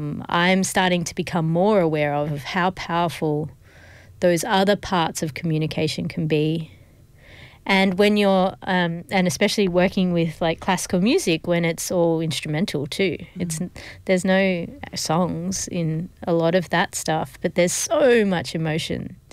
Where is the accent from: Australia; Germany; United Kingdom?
Australia; South Australia; It's funny when I say my culture, because I'm Aussie too. Like, I was born in the Adelaide Hills. I grew up. I went to Blackwood High School. Like, it was, I'm a very Aussie Adelaide girl.